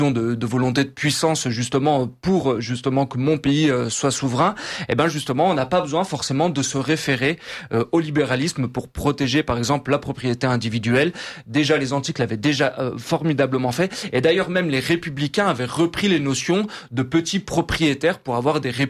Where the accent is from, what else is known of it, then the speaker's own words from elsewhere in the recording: France; notre longue histoire en tant que Français et Européens.